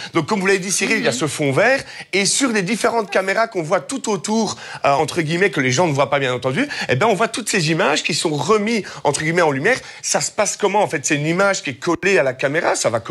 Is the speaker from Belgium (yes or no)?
yes; Belgium; On est belge, on aime la Belgique